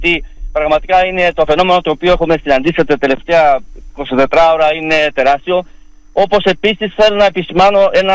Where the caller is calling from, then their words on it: Korfes, Crete, Greece; στις Κορφές και πιστεύω και στα γύρω χωριά στο Μαλεβίζι, αλλά ειδικά στο χωριό μου στις Κορφές